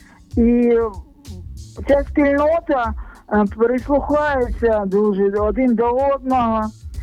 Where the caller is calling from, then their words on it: Zaporizhzhia, Zaporizhzhia Oblast, Ukraine; Це Запоріжжя, да.